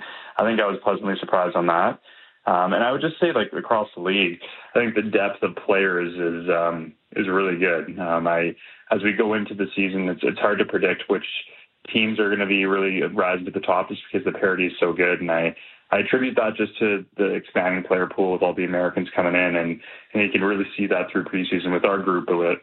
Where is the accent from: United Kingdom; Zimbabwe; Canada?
Canada; Calgary, Alberta; born or raised there